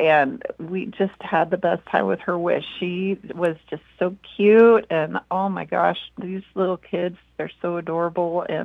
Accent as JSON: {"language": "English", "town": "Beatrice", "region": "Nebraska", "country": "United States", "tie": "born or raised there", "moved": "yes", "said": "my hometown of Beatrice"}